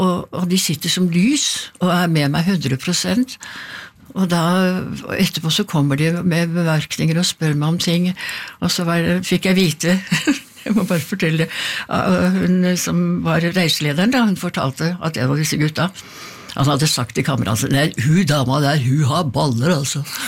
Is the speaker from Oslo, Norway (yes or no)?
yes; Oslo, Norway; Jeg har vokst opp på Beste Vestkant, som det heter.